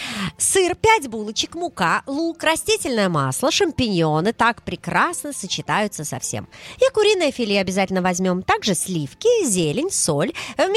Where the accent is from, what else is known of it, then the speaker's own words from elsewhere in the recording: Belarus; У нас в Беларуси